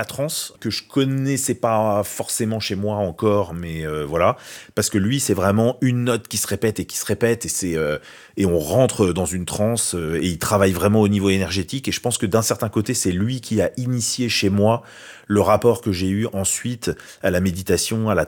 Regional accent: Paris, Île-de-France, France; en tant que Parisien, dans les années 2000 ou 2010, ayant accès au monde entier, à Internet

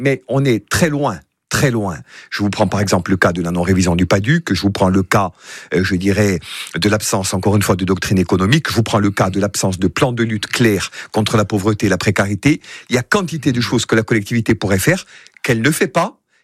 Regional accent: Corsica, France; et tout simplement en tant que Corse

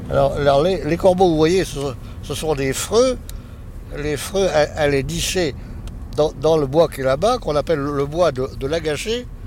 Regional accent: Paris, Île-de-France, France; born there; Mais non, je vous dis, je suis né à Paris, rue Cardinal Lemoine. Mais il n'y a pas encore de plaque sur la maison.

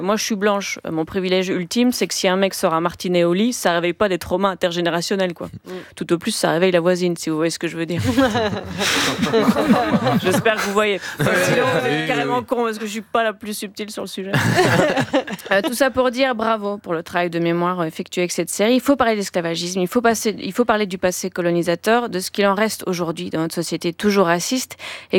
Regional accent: Belgium; Moi, je suis belge, donc j'en sais plus sur l'Underground Railroad

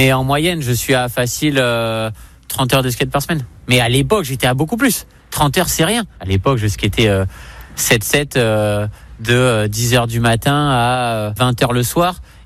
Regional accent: Bordeaux, Nouvelle-Aquitaine, France; Je suis girondin, je suis né à Bordeaux, j'ai 33 ans et ma passion c'est le skateboard.

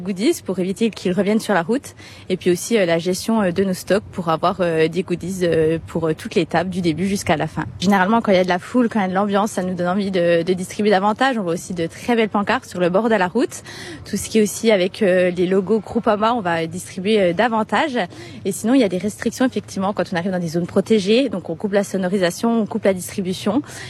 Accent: Bourgogne-Franche-Comté, France; Là, on arrive chez moi en Franche-Comté

